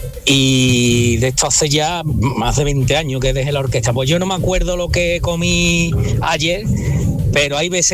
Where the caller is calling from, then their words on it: Seville, Andalusia, Spain; de Sevilla.